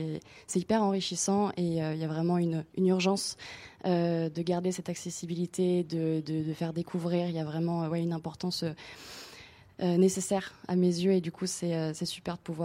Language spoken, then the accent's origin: French; Bourges, Centre-Val de Loire, France; je viens de Bourges, et oui, il y a le printemps de Bourges